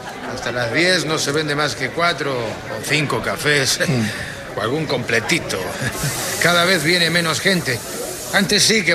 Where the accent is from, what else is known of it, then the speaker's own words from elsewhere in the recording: Spain; moved away; Y ya ve, por eso, si Dios me da salud, el año que viene me vuelvo a España. Hace 40 años que no veo a mi pueblo. Tengo 2 hermanos que no conozco y mi madre que tiene 80 años.